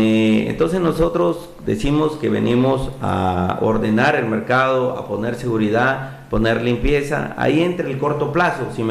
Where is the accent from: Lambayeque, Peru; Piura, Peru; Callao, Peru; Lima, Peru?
Piura, Peru; Tambogrande; cuando digo que nací en los barrios pobres y populares, yo nací en la Girón Tumbes 554, al costado del cementerio.